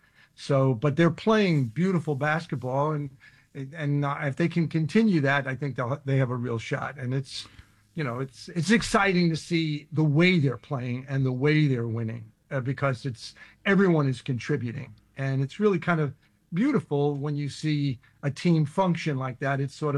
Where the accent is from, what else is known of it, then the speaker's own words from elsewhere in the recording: Queens, New York, United States; Well, actually, I was born in Brooklyn, but I grew up in Hollis and Queens. Then I moved to Rosedale.